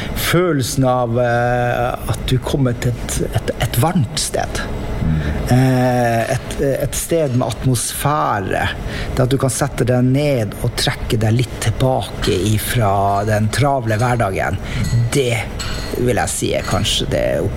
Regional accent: Finnmark, Norway; Det jo litt morsomt for meg som finnmarking

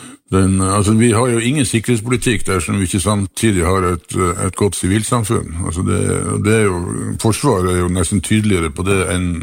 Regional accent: Northern Norway, Norway; det kan jo være håpet at vi som nordlendinger klarer å overbevise verden om at det er faktisk her oppe det flotteste del av verden befinner seg.

